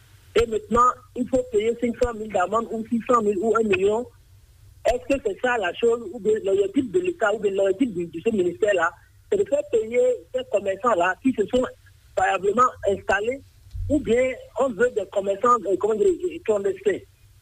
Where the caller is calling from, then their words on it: Kandi, Alibori, Benin; Je vous appelle depuis Candy dans la Libourie.